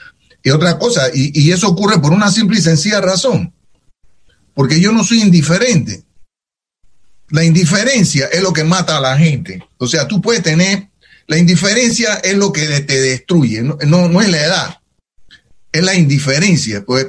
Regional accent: Panama; now in New York, United States; Mi papá. Eso fue lo que me hizo a mí fuerte cuando yo salí de Panamá y llegué a Nueva York, donde la droga andaba por todos lados

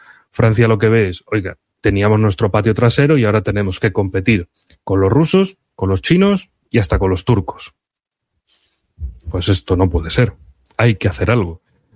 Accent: Spain; que yo, como español, digo, a ver, Mali queda 2.000 kilómetros del sur de España.

